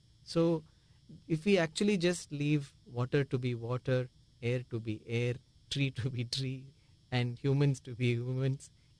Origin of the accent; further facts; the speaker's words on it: Mysore, Karnataka, India; I'm from Mysore, and I keep traveling between Bangalore and Mysore.